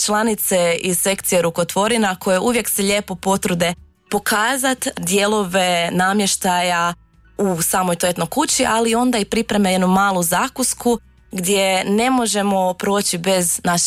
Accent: Karlovac County, Croatia; Pa svakako bi prvo krenula sa nekim ljepotama u Zagorju Ogulinskom, ipak je to moj rodni kraj

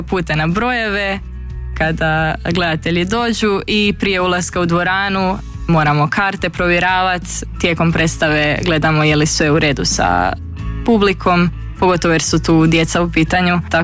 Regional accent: Zagreb, City of Zagreb, Croatia; Da, tata iz Hercegovine, ali sam rođena u Zagrebu.

